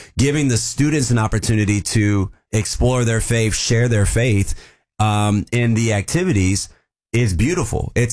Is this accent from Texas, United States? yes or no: no; Vancouver, Washington, United States; So I grew up in Vancouver, Washington.